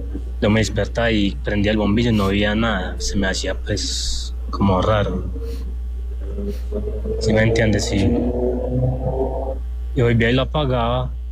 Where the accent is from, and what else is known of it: Medellín, Antioquia, Colombia; born there